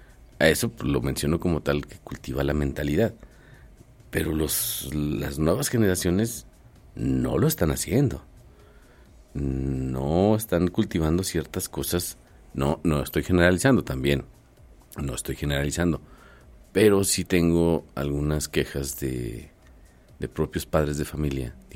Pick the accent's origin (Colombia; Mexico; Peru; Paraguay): Mexico; cómo somos nosotros mexicanos